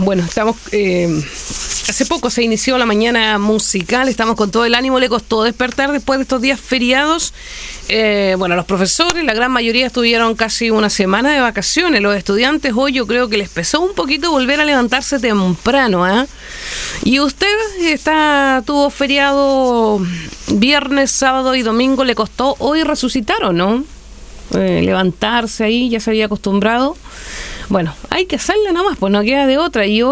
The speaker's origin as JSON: {"language": "Spanish", "country": "Chile"}